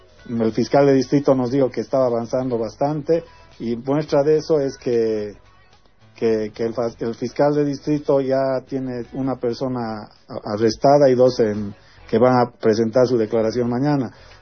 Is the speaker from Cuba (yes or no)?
no; Bolivia; mi opinión personal como ciudadano boliviano